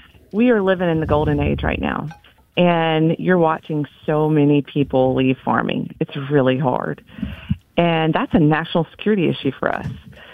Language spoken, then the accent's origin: English; Alabama, United States; I'm from Baldwin County, Alabama